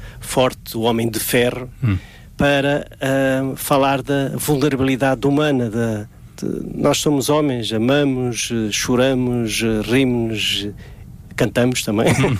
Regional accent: Mozambique; moved away; da minha terra, de Moçambique

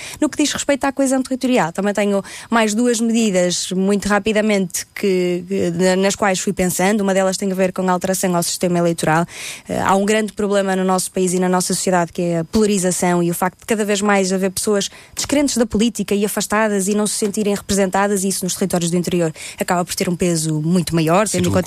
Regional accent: Alfândega da Fé, Norte, Portugal; vindo eu de um distrito do interior, de um concelho muito pequenino, de Bragança, eu venho da Alfândega da Fé, do distrito de Bragança

